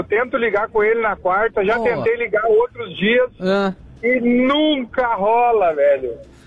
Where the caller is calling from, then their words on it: Sapucaia do Sul, Rio Grande do Sul, Brazil; eu sou de Sapucaia